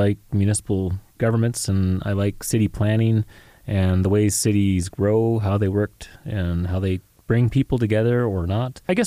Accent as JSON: {"language": "English", "town": "Prince George", "region": "British Columbia", "country": "Canada", "tie": "born or raised there", "moved": "yes", "said": "I lived like an hour out of Prince George, middle of nowhere, and went to Beaverly Elementary School and then College Heights. So I grew up in Prince George, but I guess only became like an actual taxpayer in 2017."}